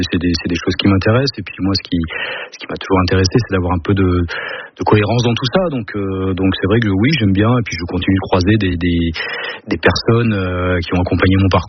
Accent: Valognes, Normandy, France; born there; also born or lived in Gironde; je suis né à Valognes, j'y suis resté une année et demie, et après on est parti en Gironde, mais je suis retourné à Valognes.

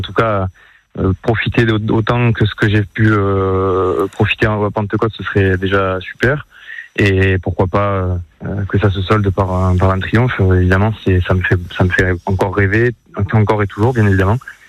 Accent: Nîmes, Occitanie, France; profiter de cette fin de saison chez moi à Nîmes.

